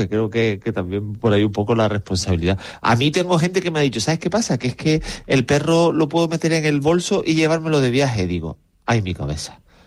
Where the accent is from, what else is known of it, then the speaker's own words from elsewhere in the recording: La Orotava, Canary Islands, Spain; Mi infancia en Orotava teníamos un pato de mascota